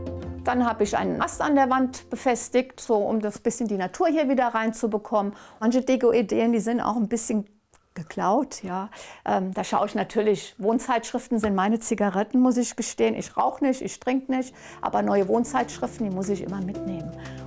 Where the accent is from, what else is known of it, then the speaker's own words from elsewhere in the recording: Gelbach valley, Rhineland-Palatinate, Germany; Ich bin praktisch im Wald aufgewachsen, und zwar im Gelbachtal.